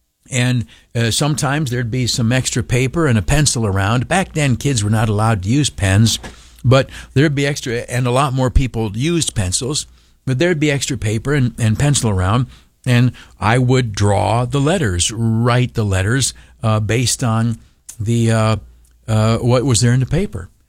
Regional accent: Canisteo, New York, United States; my hometown, Canastillo.

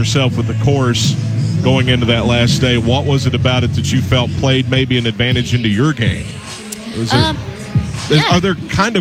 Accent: Maryville, Tennessee, United States; moved away; I'm originally from Maryville, right outside of Knoxville.

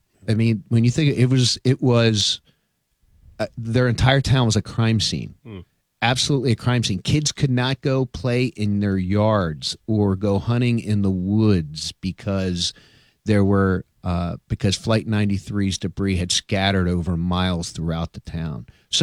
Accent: United States; as an American

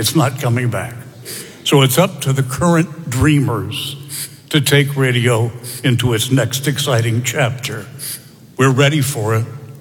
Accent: Dallas, Texas, United States; moved away; as a little grade school boy growing up in Dallas, Texas.

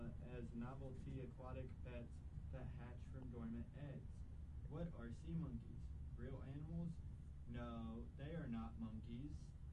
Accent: El Paso, Texas, United States; moved away; I grew up in El Paso, Texas

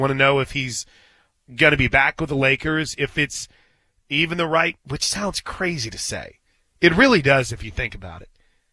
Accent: Missouri, United States; I grew up just outside of St. Louis. And St. Louis wasn't really an NBA mecca, right?

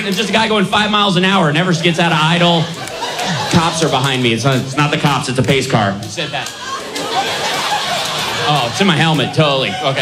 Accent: Kentucky, United States; I'm from Kentucky, and all my relatives are into NASCAR.

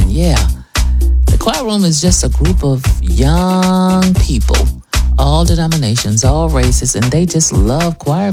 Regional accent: Memphis, Tennessee, United States; choir room, which is led by Dewan Hill from my hometown of Memphis, Tennessee.

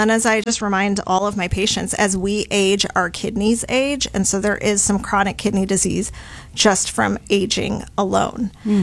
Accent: Detroit, Michigan, United States; moved away; I'm originally from Detroit.

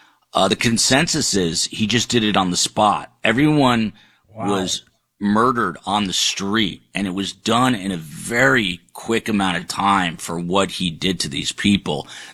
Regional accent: New Jersey, United States; I was a very young kid in the 70s, and I grew up in New Jersey

